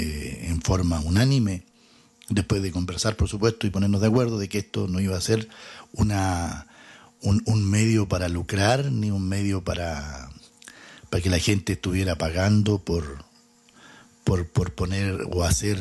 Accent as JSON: {"language": "Spanish", "country": "Chile"}